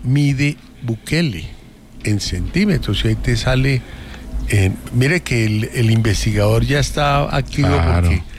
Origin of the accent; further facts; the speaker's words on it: Colombia; nosotros somos finalmente colombianos.